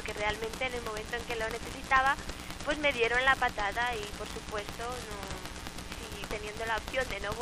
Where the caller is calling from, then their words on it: Barcelona, Catalonia, Spain; Llamo desde Barcelona.